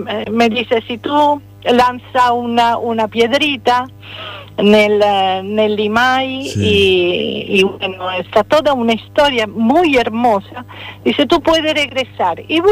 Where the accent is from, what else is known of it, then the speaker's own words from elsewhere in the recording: Rome, Lazio, Italy; Spanish is a second language; Se escucha muy bien que soy italiana, ¿no?